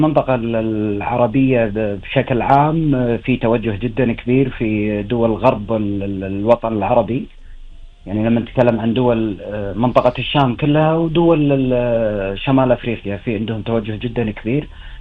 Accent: Kuwait; خدمة ديرتنا وخدمة إخواننا الكويتيين وربعنا وأهلنا

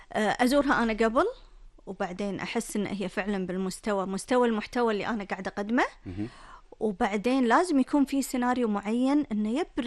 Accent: Kuwait

